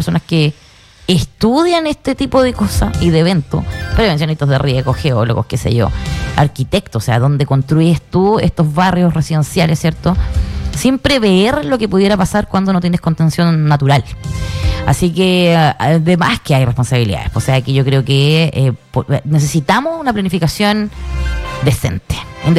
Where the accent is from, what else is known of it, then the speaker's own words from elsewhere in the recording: Chile; como chilenos lo sabemos, lo tenemos claro.